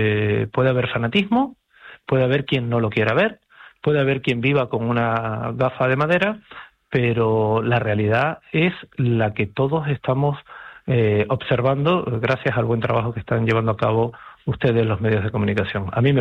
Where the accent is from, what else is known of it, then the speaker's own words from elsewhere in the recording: Canary Islands, Spain; Y sí, como canario, yo estoy preocupado de lo que pueda derivar de lo que estamos padeciendo hoy en Ceuta.